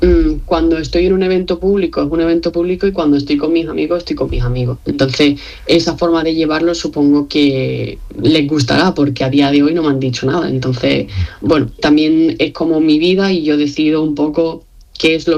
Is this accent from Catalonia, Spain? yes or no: no; Marbella, Andalusia, Spain; Yo soy de Marbella, ciudad, pueblo, depende de cómo se mire, y es pequeño, tiene 150.000 habitantes con respecto a otras ciudades, ¿no?